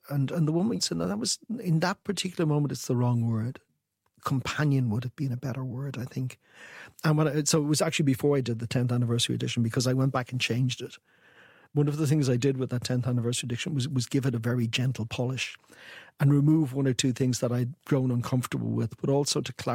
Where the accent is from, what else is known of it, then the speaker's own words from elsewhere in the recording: Ireland; When I was growing up, Ireland was a miserable place. Grew up in the 70s and 80s, and Ireland were dreadful.